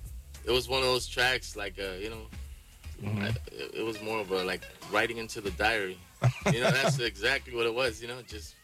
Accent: Oxnard, California, United States; So we're from Oxnard.

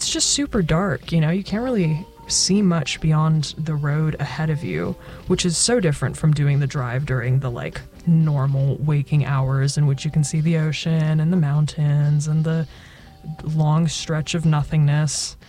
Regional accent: Fresno, California, United States; now in Santa Barbara, United States; I always have one foot in the door in Fresno and one foot in the door in Santa Barbara.

